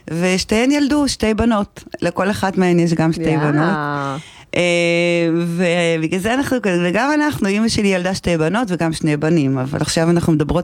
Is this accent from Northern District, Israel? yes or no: yes; Kiryat Shmona, Northern District, Israel; נולדתי כאן בקריית שמונה, ובצריף הירוק שכולם מכירים.